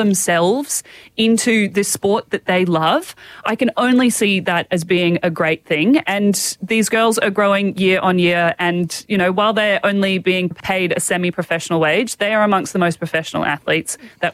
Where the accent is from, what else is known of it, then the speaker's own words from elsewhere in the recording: Queensland, Australia; I'm a Queenslander. It's a great time to be a Queenslander.